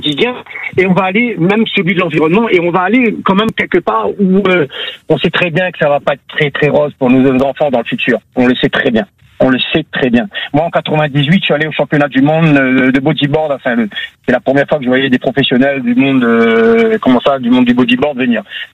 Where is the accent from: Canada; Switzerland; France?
France; Réunion; now in Canet-en-Roussillon, France